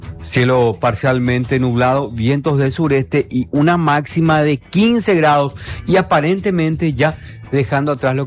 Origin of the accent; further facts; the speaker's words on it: Paraguay; parece que nosotros somos demasiado así de Paraguay